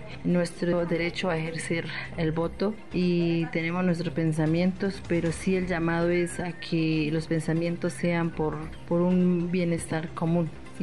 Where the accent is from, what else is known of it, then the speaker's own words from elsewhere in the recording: Colombia; somos pueblos indígenas, pero somos colombianos y tenemos los mismos derechos que cualquier otros colombianos.